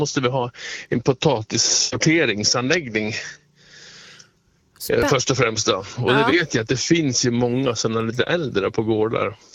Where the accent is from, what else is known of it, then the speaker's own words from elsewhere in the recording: Sweden; moved away; vi har ju alltid potatisland hemma i Sverige.